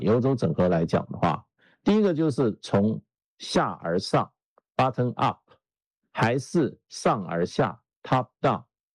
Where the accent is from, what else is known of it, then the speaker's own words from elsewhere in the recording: China; 只有我们中国人才会，我们中国学才会提出来说一国两制。